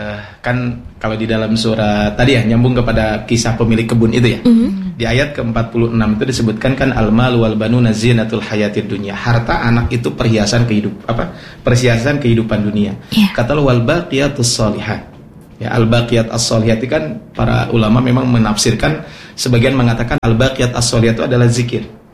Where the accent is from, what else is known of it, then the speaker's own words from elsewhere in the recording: Ciparay, West Java, Indonesia; Karena saya orang Ciparai juga.